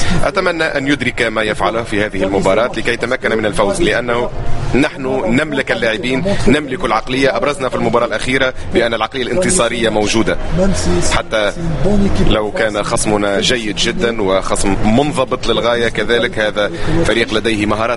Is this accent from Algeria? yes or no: yes; Algeria; moved away; أنا لاعب جزائري، خرجت من الجزائر